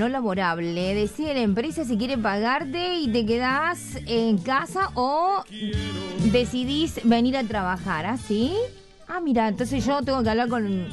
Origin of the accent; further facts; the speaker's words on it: Catamarca, Argentina; Bueno, soy de Catamarca, por favor saludamela a Gisela